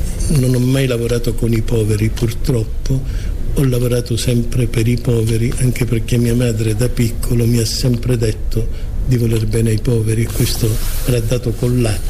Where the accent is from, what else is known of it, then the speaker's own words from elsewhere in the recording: Messina, Sicily, Italy; moved away as an adult; now in Agrigento, Italy; e quindi ho fatto tutto a Messina, mia città d'origine appunto